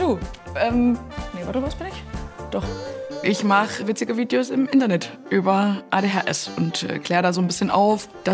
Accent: Leipzig, Saxony, Germany; weil ich komme aus Leipzig und hier gibt's auch eine Comedy-Szene, aber die sind ein bisschen kleiner.

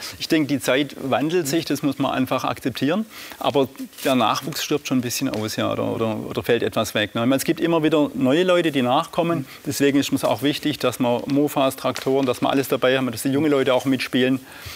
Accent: Rhineland-Palatinate, Germany; also born or lived in Swabia; Jein, also geboren im tiefsten Schwabenland, aber aufgewachsen in Pfalz.

